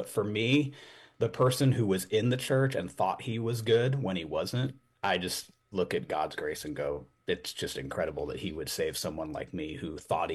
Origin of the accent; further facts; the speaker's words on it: Santa Rosa, California, United States; I grew up in Santa Rosa. Both my grandparents came over from Spain and landed in, like, Sacramento area, and then came this way for work and for weather.